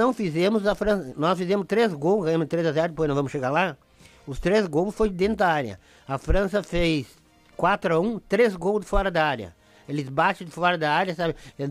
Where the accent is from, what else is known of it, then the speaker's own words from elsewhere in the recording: Brazil; a gente é brasileiro